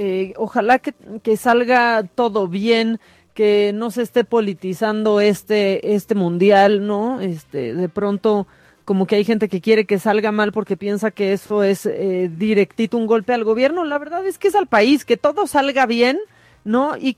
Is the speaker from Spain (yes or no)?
no; Mexico; Ahora en el 2026 en mi país.